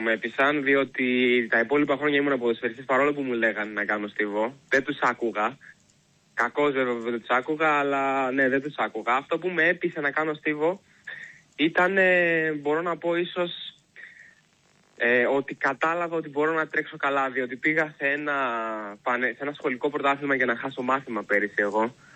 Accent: Nea Ionia, Attica, Greece; ξεκίνησα στην Ιωνία, στον τόπο μου, εδώ που έχω μεγαλώσει.

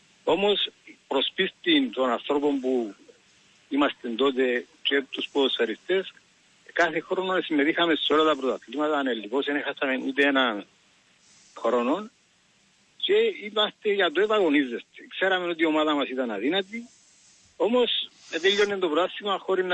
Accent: Salamiou, Paphos District, Cyprus; κατάγομαι από τη Σαλαμιού, εγώ είμαι από τη Σαλαμιού.

